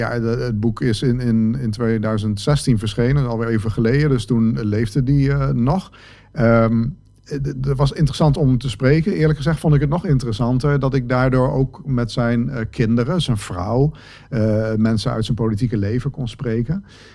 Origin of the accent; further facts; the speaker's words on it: Zwolle, Overijssel, Netherlands; Ik ben een schrijver uit Zwolle.